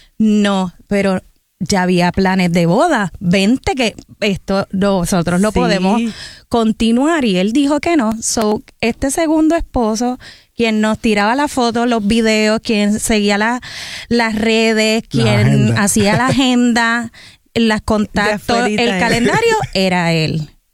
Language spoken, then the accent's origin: Spanish; Corozal, Puerto Rico; Soy maestra de teatro en la Escuela Superior Emilio R. Delgado del pueblo de Corozal, que es mi pueblito.